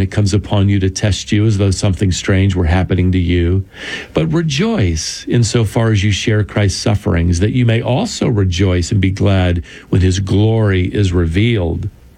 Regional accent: United States; which frankly, we can't imagine here in my home country of America.

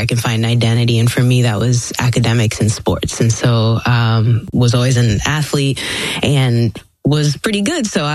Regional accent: Orlando, Florida, United States; also born or lived in Philippines; No, I was born in the Philippines, like I said, mm-hmm. But raised here in Orlando, not too far from here.

